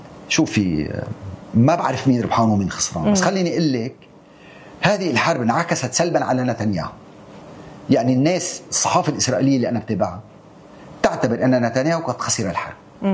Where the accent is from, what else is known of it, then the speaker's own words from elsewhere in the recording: Lebanon; نحن كلبنانيين